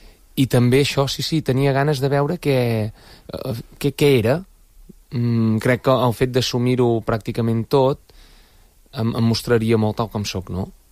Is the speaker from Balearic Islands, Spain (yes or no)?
no; La Torre d'Oristà, Catalonia, Spain; born there; El Lluçanès, sí, el meu poble.